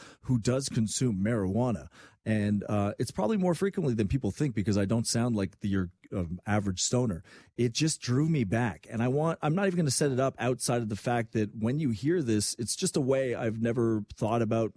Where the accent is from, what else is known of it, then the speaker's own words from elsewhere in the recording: Quebec, Canada; I mean, I grew up in Quebec. Smoking cigarettes was a thing. I mean, when I was in university, and maybe that was the French Canadian in me or the Quebec in me, I still would smoke when I drank alcohol